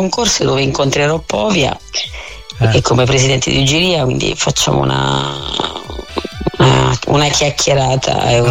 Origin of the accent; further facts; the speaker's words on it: Lesina, Apulia, Italy; l'ultimo anno e il primo concerto che faccio a Lesina, perché io mi esibisco un po' dappertutto, ma nel mio paese quasi mai.